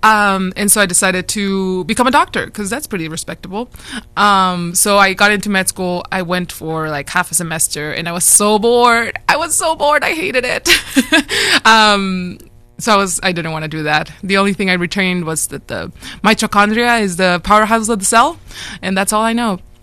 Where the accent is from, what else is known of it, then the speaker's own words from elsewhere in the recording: Monterrey, Nuevo León, Mexico; moved away; Okay, so I grew up in Monterrey, Mexico. That's in the north of Mexico. It's very much kind of like Texas, but just Mexican.